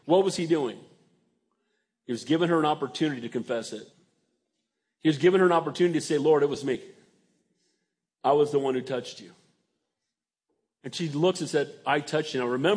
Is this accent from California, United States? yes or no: yes; San Bernardino, California, United States; born there; I said, you know, I was born in San Bernardino.